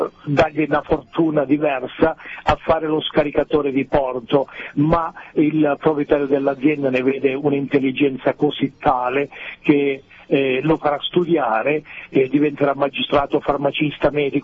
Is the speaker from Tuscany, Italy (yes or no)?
no; Calabria, Italy; Quando io e te parliamo in dialetto, tu capisci che non abito al tuo paese ma mi distingui come calabrese e viceversa.